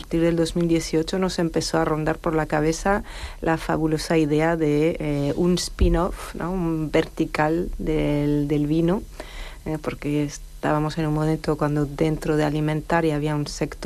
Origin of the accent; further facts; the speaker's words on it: Grand Est, France; Spanish is a second language; esto ya después de pasar mi infancia finalmente ahí en Alsacia